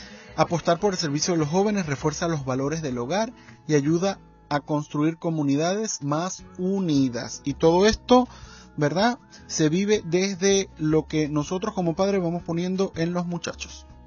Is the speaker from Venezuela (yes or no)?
yes; Maturín, Monagas, Venezuela; now in Zulia, Venezuela; realmente yo soy de Maturín, Estado Monagas, un oriental aquí trabajando y llevando la misión del día a día en el Zulia